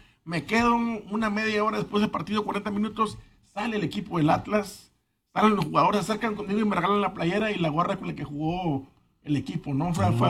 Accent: Monterrey, Nuevo León, Mexico; Yo soy de acá, de Monterrey

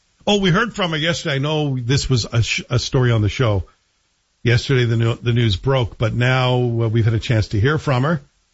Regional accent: Toronto, Ontario, Canada; also born or lived in Glasgow; I do kind of miss my hometown a bit, which I consider to be Toronto. It's where I spent my most formative years. Certainly not moving back to Glasgow, I'll tell you that right now.

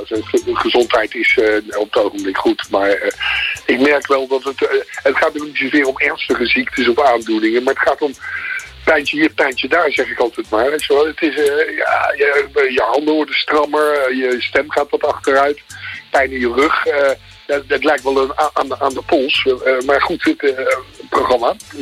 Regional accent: The Hague, South Holland, Netherlands; Ja, ik ben Hagenees natuurlijk, want ik ben geboren in Schilderswijk.

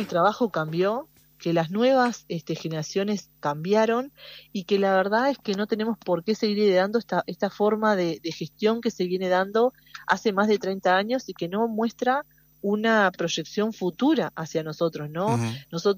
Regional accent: Uruguay; como somos los uruguayos, que somos gente que sale de adelante

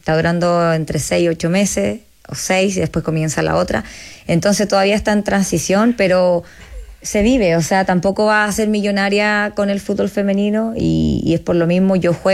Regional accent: Chile; moved away as an adult; now in Australia; yo no oculto que soy de Chile

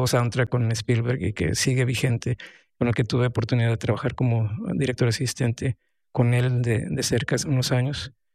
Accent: Monterrey, Nuevo León, Mexico; Y pues bueno, estamos en Monterrey, crecimos en Monterrey.

